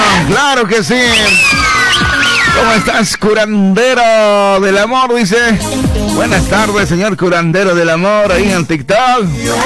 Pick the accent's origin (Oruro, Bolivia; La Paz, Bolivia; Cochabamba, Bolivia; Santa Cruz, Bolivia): Santa Cruz, Bolivia; Cordillera Province; moved away; Allá en mi tierra natal, la provincia cordillera, la provincia más grande de mi departamento, Santa Cruz, el departamento impulsor de la economía boliviana.